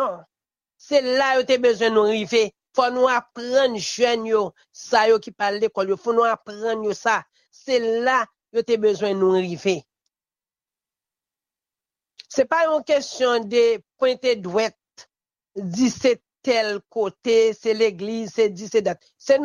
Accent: Haiti; Et moi-même en tant que haïtien

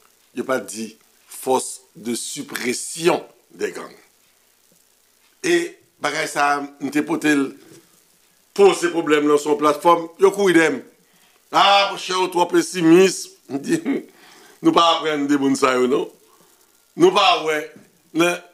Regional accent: Haiti; Mais, en tant qu'haïtien, Julien, n'a vive au moment

